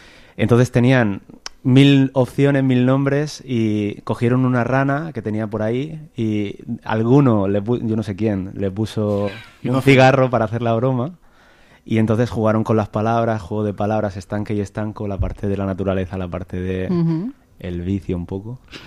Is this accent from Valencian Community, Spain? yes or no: yes; Redován, Valencian Community, Spain; somos la mayoría de Redován